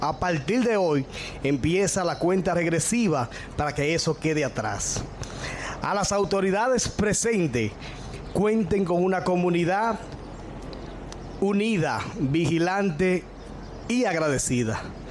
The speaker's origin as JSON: {"language": "Spanish", "town": "Maizal", "country": "Dominican Republic", "said": "Muy buenos días a mi pueblo de Maizal."}